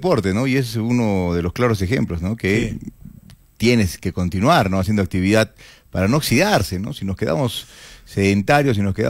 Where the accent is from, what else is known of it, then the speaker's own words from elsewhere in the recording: Peru; De hecho, y como peruanos todos debemos estar contentos